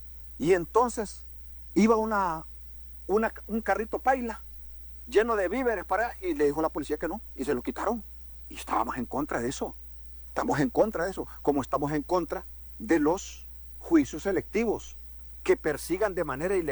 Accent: Honduras

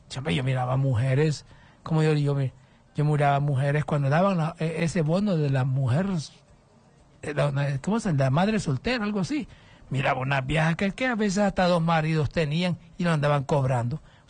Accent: Honduras

